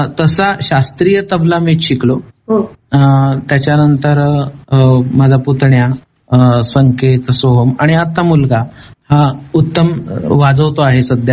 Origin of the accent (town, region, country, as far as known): Dhule, Maharashtra, India; born or raised there